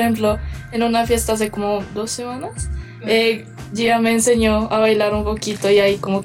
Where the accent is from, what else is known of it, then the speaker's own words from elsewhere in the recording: Colombia; accent: Colombian; hablas muy colombiana, suenas muy colombiana. Y luego les digo, no, es que yo crecí en Colombia